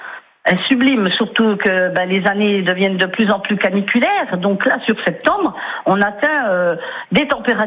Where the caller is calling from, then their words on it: Vandoncourt, Bourgogne-Franche-Comté, France; De Vandoncourt.